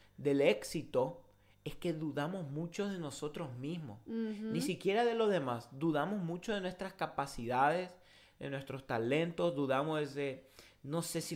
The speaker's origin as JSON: {"language": "Spanish", "country": "Argentina", "tie": "born there", "said": "Nací en Argentina y tengo 23 años."}